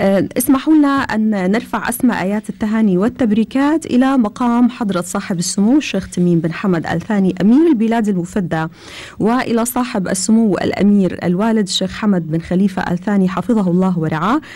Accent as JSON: {"language": "Arabic", "country": "Qatar", "tie": "born there", "said": "يعني أنا من مواليد دولة قطر وأعتز بهذا الشيء. صباحنا كصباح سائر البيوت"}